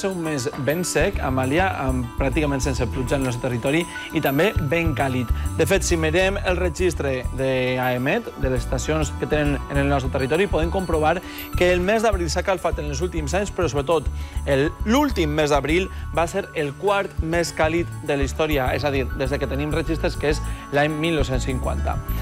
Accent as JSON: {"language": "Catalan", "town": "Casas Bajas", "region": "Valencian Community", "country": "Spain", "said": "5 a Vilafranca, al meu poble, a Casas Bajas, 7 graus"}